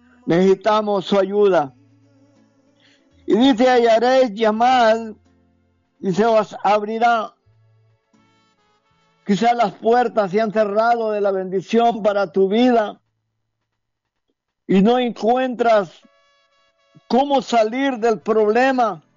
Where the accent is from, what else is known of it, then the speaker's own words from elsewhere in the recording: El Salvador; ya eran los lugares donde como salvadoreños buscábamos, buscando la vida, pidiendo a Dios. Pero un día regresamos a nuestro país